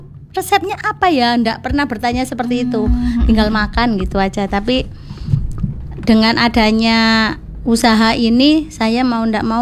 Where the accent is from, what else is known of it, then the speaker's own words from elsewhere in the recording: Trenggalek, East Java, Indonesia; moved away; kebetulan saya itu orang Trenggalek.